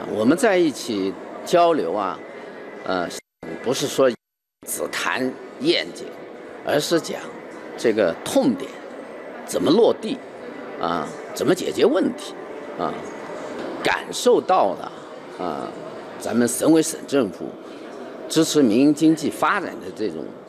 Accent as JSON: {"language": "Chinese", "region": "Yunnan", "country": "China", "tie": "born or raised there", "moved": "as an adult", "said": "作为土生土长的云南人"}